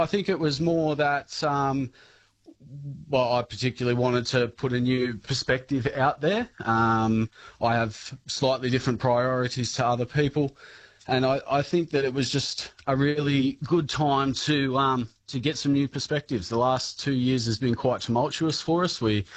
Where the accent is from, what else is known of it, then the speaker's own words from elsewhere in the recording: Quirindi, New South Wales, Australia; I'm pretty well born and bred in Crindie. I've moved away for work and study a few times.